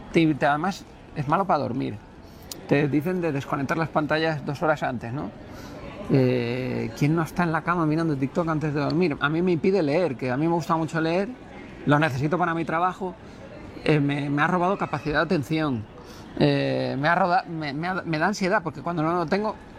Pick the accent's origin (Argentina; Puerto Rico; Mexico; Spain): Spain; Canary Islands; born there; Eso a mi madre le partía el corazón. Porque yo nací en Canarias, tú eres canario.